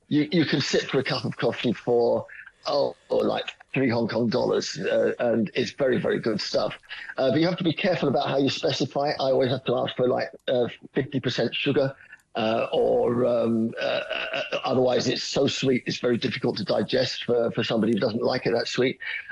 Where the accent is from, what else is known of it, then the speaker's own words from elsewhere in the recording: England, United Kingdom; For us, as the English and the Westerners, it tends to be the potato and bread.